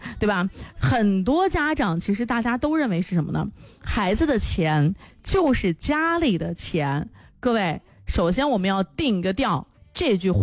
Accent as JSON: {"language": "Chinese", "town": "Linfen", "region": "Shanxi", "country": "China", "accent": "Linfen dialect", "said": "我不能说临汾话啊，说临汾话就是范围比较大"}